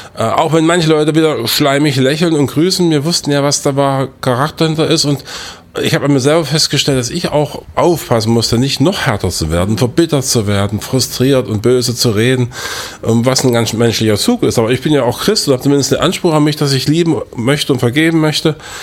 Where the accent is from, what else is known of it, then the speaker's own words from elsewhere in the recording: Weißenfels, Saxony-Anhalt, Germany; also born or lived in Eisleben; Ja, ich bin in Eisleben geboren, in Weißenfels aufgewachsen. Also es ist mein Ursprungsfluidum dieser proletarisch geprägten Kultur des Industriedreieckes.